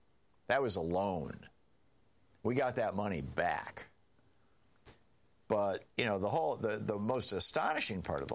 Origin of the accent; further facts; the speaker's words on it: Lansing, Michigan, United States; I remember George Fish at SDS when I was growing up in Lansing, Michigan, or in East Lansing at MSU.